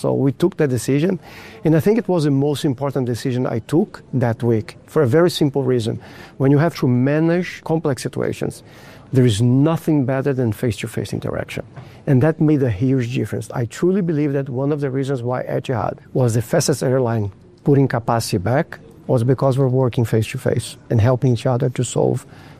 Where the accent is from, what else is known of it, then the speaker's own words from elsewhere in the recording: Brazil; English is a second language; now in Abu Dhabi, United Arab Emirates; I traveled to my home country in Brazil for a board meeting that I had.